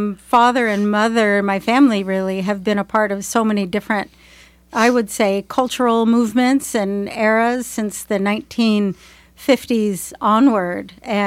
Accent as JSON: {"language": "English", "town": "Berkeley", "region": "California", "country": "United States", "tie": "born there", "said": "And I was born in Berkeley that year."}